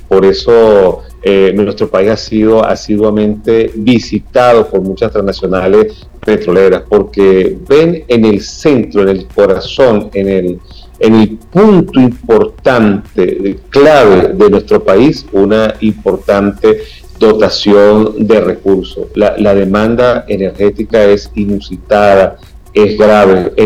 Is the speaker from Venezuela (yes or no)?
yes; Venezuela